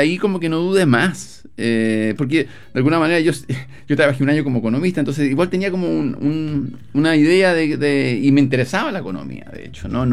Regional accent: Chile

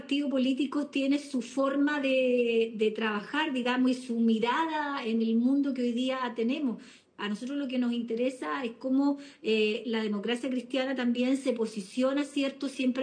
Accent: Chile; obviamente somos chilenos

